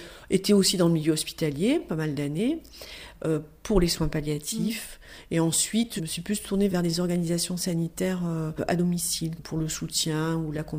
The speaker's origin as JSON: {"language": "French", "region": "Nouvelle-Aquitaine", "country": "France", "tie": "born or raised there", "also_born_or_lived": "Périgord / Bordeaux / Corrèze", "moved": "yes", "lives_now": "Toulouse, France", "said": "Moi je suis originaire de la Gironde davantage, donc soit le Périgord, soit Bordeaux, en ayant vécu quand même pas mal de temps en Corrèze. Et j'ai atterri à Toulouse"}